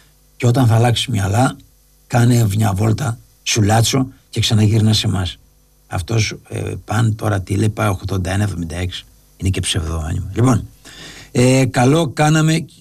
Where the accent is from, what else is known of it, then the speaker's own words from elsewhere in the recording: Lefkada, Ionian Islands, Greece; Πάνω που είμαι από τη Λευκάδα